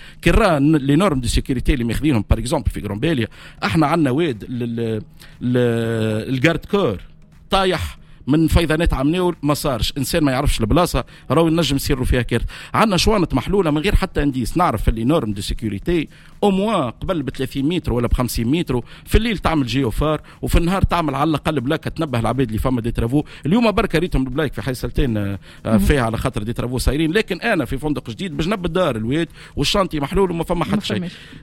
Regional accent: Tunisia

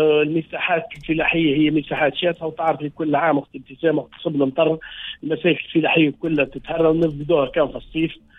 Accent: Tunisia

